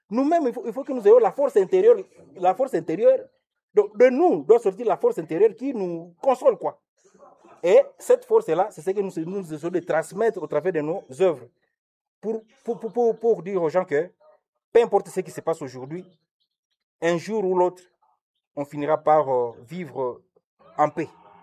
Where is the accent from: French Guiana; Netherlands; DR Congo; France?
DR Congo; Butembo, North Kivu; ici chez nous, au Boutembo?